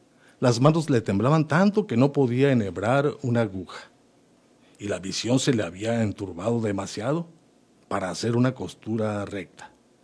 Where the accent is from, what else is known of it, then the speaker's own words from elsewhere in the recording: Camargo, Mexico; somos de Camargo.